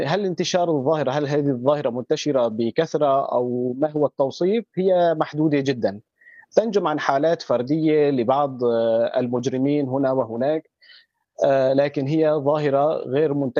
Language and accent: Arabic; Aleppo, Aleppo Governorate, Syria; نحن عندنا في حلب